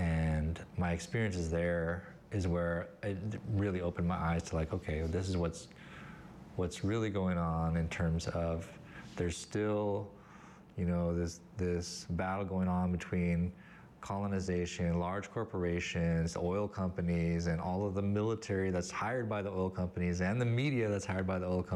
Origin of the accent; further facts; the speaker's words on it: Seattle, Washington, United States; now in Warm Springs, United States; So I grew up in suburban Seattle